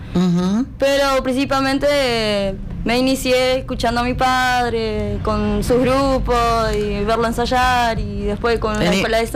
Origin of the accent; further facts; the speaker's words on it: Tacuarembó, Uruguay; Barrio Las Flores.